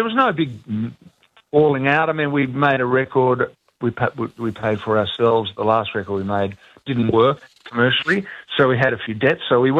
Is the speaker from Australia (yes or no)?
yes; Australia; So they came here and we grew up in Australia. Had my sister when they were in Australia and we all grew up in Australia.